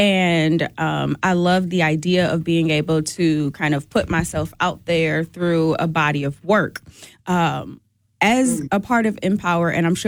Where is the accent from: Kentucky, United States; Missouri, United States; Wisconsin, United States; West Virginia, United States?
Wisconsin, United States; Milwaukee; We are all born and raised in Milwaukee, so that pride is a little different when you understand the nuances at a cultural level.